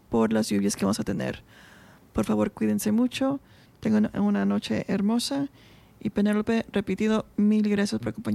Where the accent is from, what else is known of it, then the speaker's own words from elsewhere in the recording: Mexico; Soy mala mexicana, siempre me dice Jorge. Horrible mexicana.